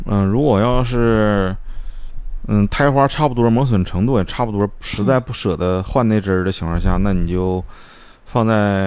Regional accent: Northeast China, China; 咱们东北人

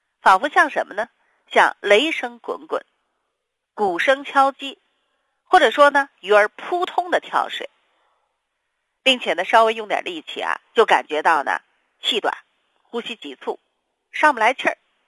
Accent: Northeast China, China; 咱们东北人都是比较喜欢啊喝酒抽烟的

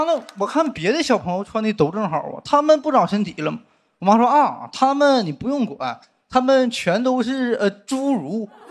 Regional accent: Northeast China, China; 然后我是东北人啊，出生在东北一个农村，所以小时候家挺穷的

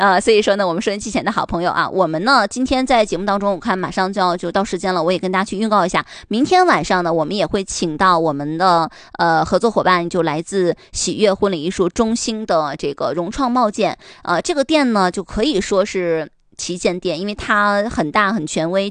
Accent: Northeast China, China; 我是认为我们东北人对大海有执念

